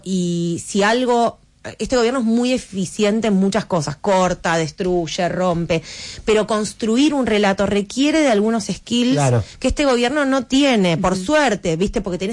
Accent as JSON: {"language": "Spanish", "town": "Adrogué", "region": "Buenos Aires Province", "country": "Argentina", "tie": "born there", "said": "Yo vivía en Adrogué."}